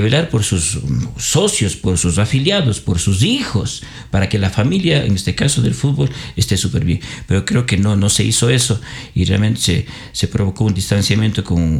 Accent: Ecuador; Como hincha, como ecuatoriano, obviamente queremos ganar Ecuador

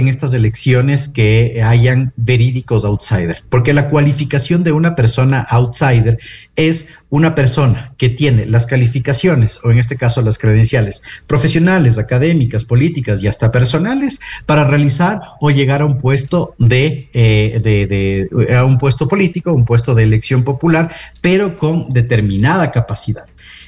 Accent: Ecuador; nosotros nos hemos habituado como ecuatorianos

